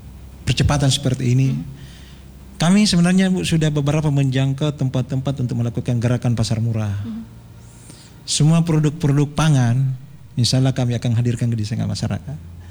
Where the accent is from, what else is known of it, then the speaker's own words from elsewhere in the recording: Mamuju, West Sulawesi, Indonesia; kita ini orang Mamuju